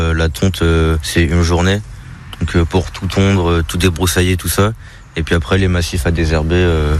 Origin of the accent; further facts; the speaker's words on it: Pays de la Loire, France; Ouais, j'habite à Saint-Lochin.